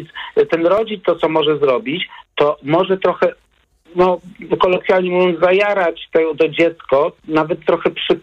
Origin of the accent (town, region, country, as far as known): Warsaw, Masovian Voivodeship, Poland; born or raised there